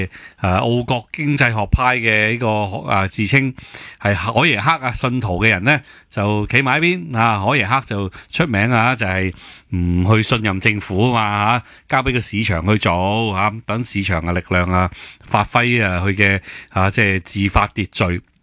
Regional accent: Hong Kong; 我香港人聽到好驚嚇

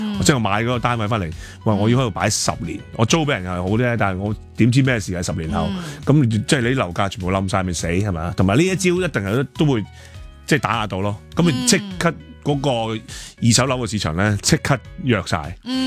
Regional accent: Hong Kong; 我哋香港人

